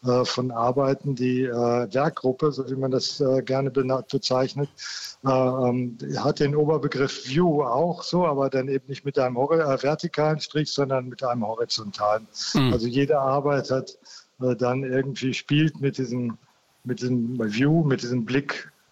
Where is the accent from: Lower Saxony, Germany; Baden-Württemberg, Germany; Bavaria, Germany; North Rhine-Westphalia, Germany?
North Rhine-Westphalia, Germany; wir kommen ja aus Westfalen und da war natürlich der Mauerbau immer auch ein Thema bei uns in der Familie.